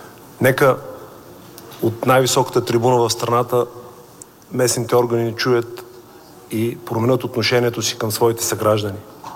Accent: Rhodope Mountains, Bulgaria; като родопчанин

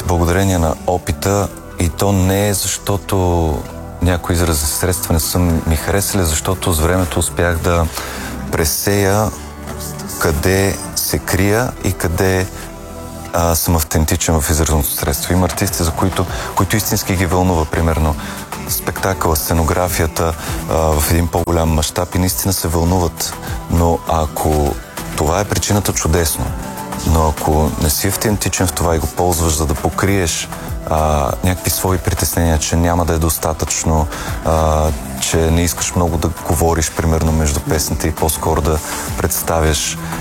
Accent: Varna, Varna Province, Bulgaria; аз съм варненец

